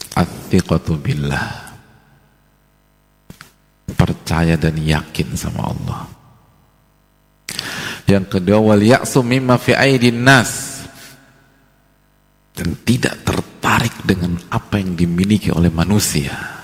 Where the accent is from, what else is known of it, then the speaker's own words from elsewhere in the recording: BSD, Banten, Indonesia; Ya karena saya orang BSD, Pak Ustadz, gitu.